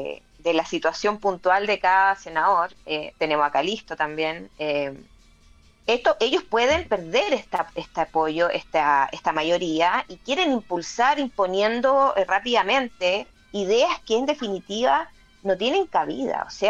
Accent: Chile; moved away

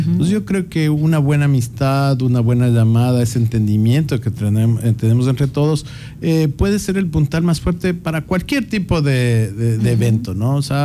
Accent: Quito, Pichincha, Ecuador; now in Santo Domingo, Ecuador; yo no soy de Santo Domingo, pero creo que tengo el corazón de los más grandes de Santo Domingo. Siempre estoy aquí. Yo soy de Quito. Mi esposa es de acá. Ahora tengo mis gemelas santodomingueñas. Entonces eso me hace más santodomingueño que muchos.

